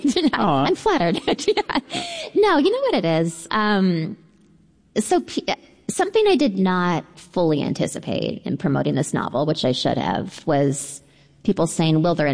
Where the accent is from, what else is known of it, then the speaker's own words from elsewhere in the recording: Canada; I feel I'm Canadian. I feel like I was politer about it.